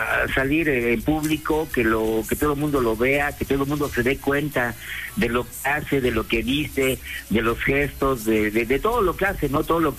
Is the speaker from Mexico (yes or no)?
yes; Mexico; nosotros como mexicanos